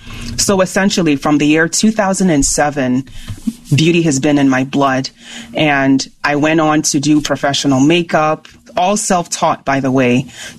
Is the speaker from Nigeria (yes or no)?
yes; Nigeria; English is a second language; moved away as an adult; now in United States; My work was on billboards across Africa because I am Nigerian by origin and very proud of my Nigerian heritage.